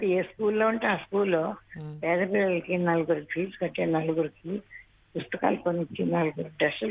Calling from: Visakhapatnam, Andhra Pradesh, India; నేను విశాఖపట్నం నుంచి చేస్తున్నాను.

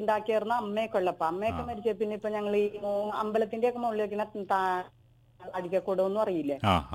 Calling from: Chalakudy, Kerala, India; ചാലക്കുടി ഞങ്ങളുടെ വീട് തിരുത്തിപ്പറമ്പ് അന്നല്ലൂര് എന്ന് പറയും.

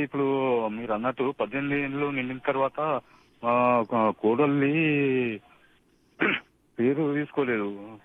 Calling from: Medak, Telangana, India; నేను మెదక్ నుండి మాట్లాడుతున్నాను.

